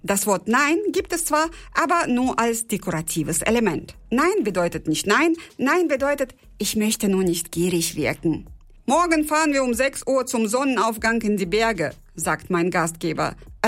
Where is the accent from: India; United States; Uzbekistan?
Uzbekistan; Meine Heimat Usbekistan hat mich überrascht.